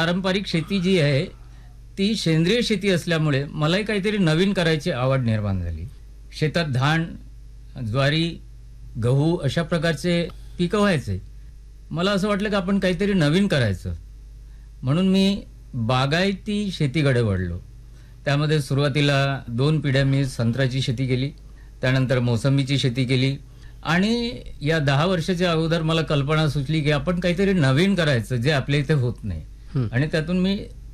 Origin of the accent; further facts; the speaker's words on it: Maharashtra, India; माझं गाव रामटेक तालुक्यामध्ये एक छोटंसं मौदी नावाचं आहे. तोतलाडो पेच प्रकल्प अंतर्गत हे गाव समाविष्ट आहे. या गावात माझा जन्म झाला